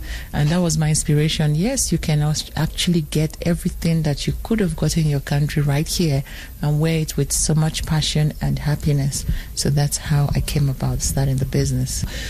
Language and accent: English; South Africa; also born or lived in Nigeria; now in Canada; I am a Nigerian that grew up in South Africa and now in Canada.